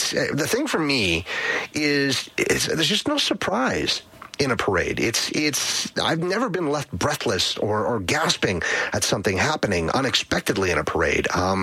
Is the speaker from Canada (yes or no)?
yes; Lloydminster, Canada; I like the small town. I'm from Lloyd